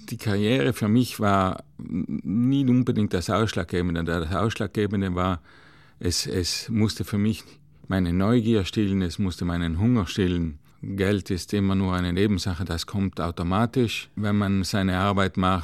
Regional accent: Trentino-Alto Adige, Italy; Das war eigentlich der erster Bezug bei uns in Südtirol zu einem Honorarkonsulat, auch für mich natürlich.

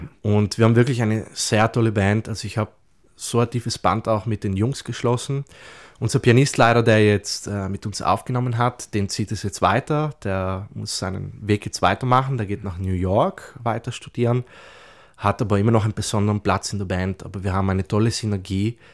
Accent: Wolfsgruben, South Tyrol, Italy; Also es sind da eigentlich sehr viele Naturbilder drin, die ich aus meinem Heimatort genommen habe, weil Wolfsgrubner ist für mich immer noch prägend.

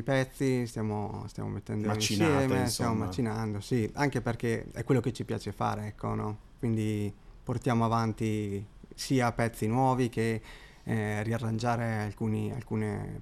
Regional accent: Mori, Trentino-Alto Adige, Italy; now in Trento, Italy; Io sono di Mori.

